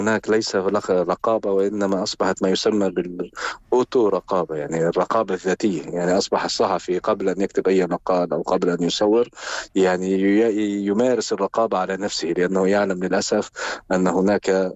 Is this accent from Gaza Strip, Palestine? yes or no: yes; Gaza, Gaza Strip, Palestine; أنا من غزة